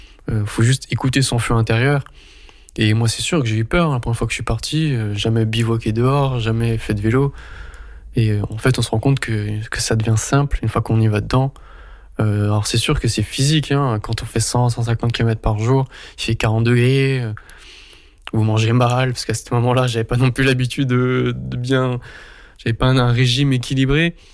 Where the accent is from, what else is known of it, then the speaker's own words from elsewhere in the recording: Mulhouse, Grand Est, France; chez moi à Mulhouse